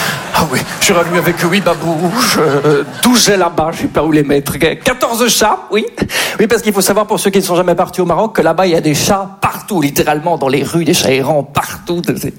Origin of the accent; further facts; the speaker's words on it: Belgium; je suis belge.